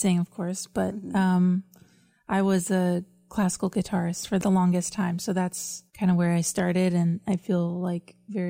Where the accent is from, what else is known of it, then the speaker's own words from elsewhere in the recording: Tucson, Arizona, United States; I'm from Tucson, Arizona, originally